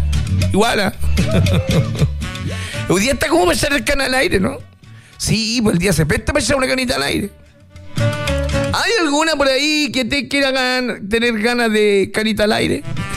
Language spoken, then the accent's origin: Spanish; Angol, Araucanía, Chile; Sí, Rupe, yo soy de Angol.